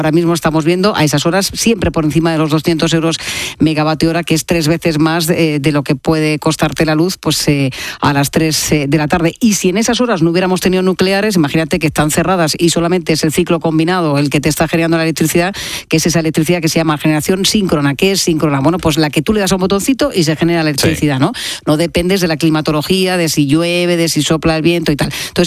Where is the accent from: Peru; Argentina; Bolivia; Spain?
Spain; Region of Murcia; lo que hemos hecho toda la vida en el sur, si es que los murcianos esto no lo sabemos muy bien.